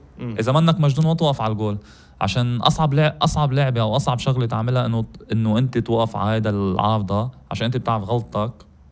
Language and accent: Arabic; Lebanon; بس هيدا الشيء مش بس عندنا بلبنان يعني انا لعبت بالاردن